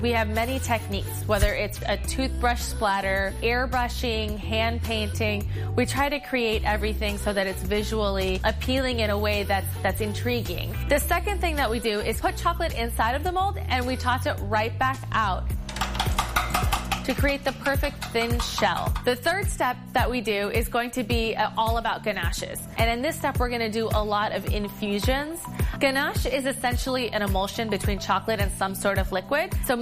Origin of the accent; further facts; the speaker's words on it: Texas, United States; born there; I was born in Texas, raised here, but my parents are from Pakistan.